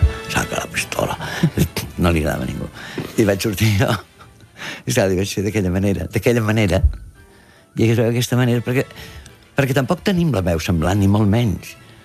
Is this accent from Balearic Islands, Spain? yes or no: no; Catalonia, Spain